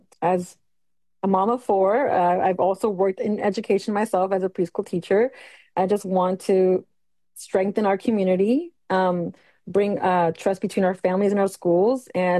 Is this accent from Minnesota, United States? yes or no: no; West Marin, California, United States; I grew up here. I'm from West Marin. I went to West Marin School and Tamales High School myself, been part of this community